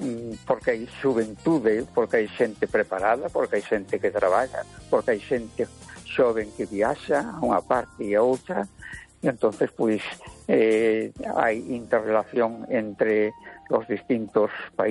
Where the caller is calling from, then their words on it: A Coruña, Galicia, Spain; de Coruña.